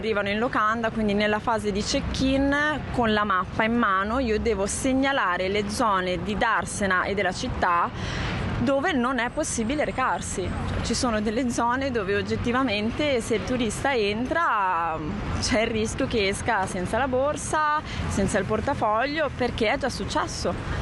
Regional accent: Genoa, Liguria, Italy; Allora, io sono nata e cresciuta a Genova, ho fatto tutta la mia gioventù nei vicoli, Piazza delle Erbe

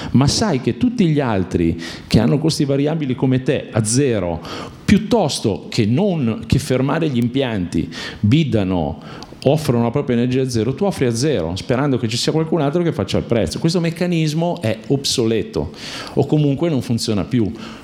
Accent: Milan, Lombardy, Italy; non qui, ma perché sono di Milano.

